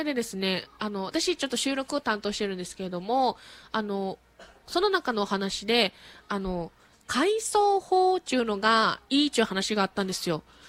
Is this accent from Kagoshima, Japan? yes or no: yes; Amami, Kagoshima, Japan; 私ナチュー出身なんですけど